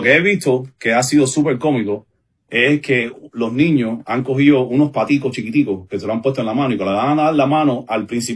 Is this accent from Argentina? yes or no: no; Cuba; Yo estoy muy orgulloso, yo soy cubano, mis padres estuvieron súper contentos cuando yo me gradué